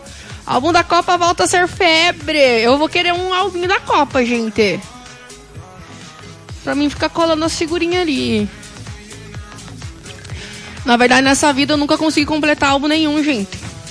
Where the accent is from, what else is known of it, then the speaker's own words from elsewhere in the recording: Santa Catarina, Brazil; born there; Na verdade, eu só nasci em Santa Catarina, né, gente? Que daí eu nasci lá e vim morar pra Malé.